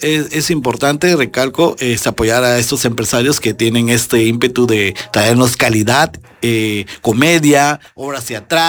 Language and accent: Spanish; Tapachula, Chiapas, Mexico; nosotros los tapachultecos